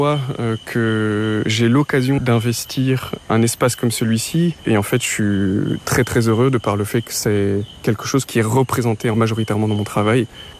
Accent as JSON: {"language": "French", "region": "Wallonia", "country": "Belgium", "said": "je suis issu du Borinage"}